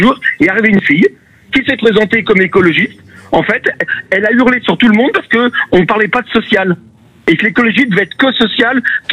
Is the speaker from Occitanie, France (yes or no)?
no; Lyon, Auvergne-Rhône-Alpes, France; J'ai une amie à Lyon, je suis lyonnais, donc j'ai une amie à Lyon